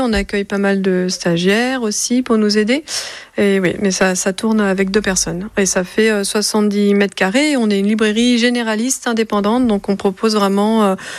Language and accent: French; Paris, Île-de-France, France; moved away as an adult; now in Le Croisic, France; j'ai une maison Croisic depuis plus de 10 ans. Moi, j'habite au Croisic depuis 5 ans maintenant à l'année. Mais à la base, non, j'étais de Paris.